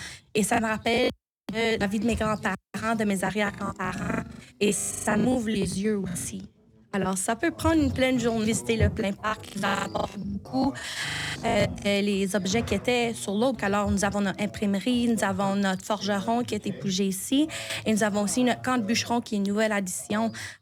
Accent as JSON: {"language": "French", "region": "Quebec", "country": "Canada", "tie": "born or raised there", "accent": "Acadian", "moved": "as an adult", "lives_now": "New Brunswick, Canada", "said": "Je suis originaire des cantons de l'Est de Québec. Ça fait plusieurs années que je vis au Nouveau-Brunswick. Alors, vous pouvez attendre mon petit accent acadien. Mais les maisons en pierre où que moi, j'ai été élevée, c'était très normal."}